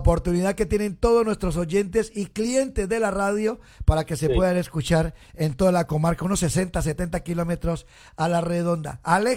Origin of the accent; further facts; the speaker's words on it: La Arrobleda, Cauca, Colombia; born there; una vereda que se llama La Arrobleda. Eso está en el municipio de Caloto y Santander de Quilichao.